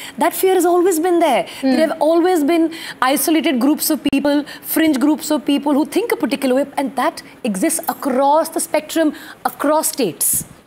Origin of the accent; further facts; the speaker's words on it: Punjab, India; I think I feel, as someone from Punjab, that every now and then Punjab is forced to defend its